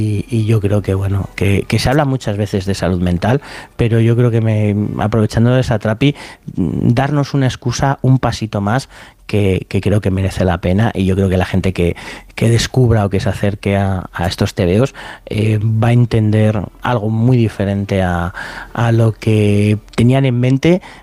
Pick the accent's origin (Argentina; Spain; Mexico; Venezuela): Spain